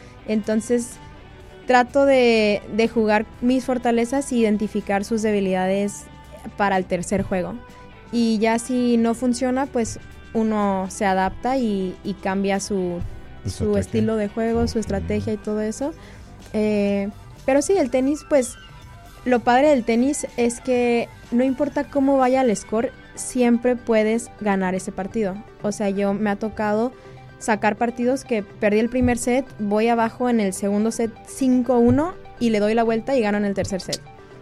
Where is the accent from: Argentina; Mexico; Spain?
Mexico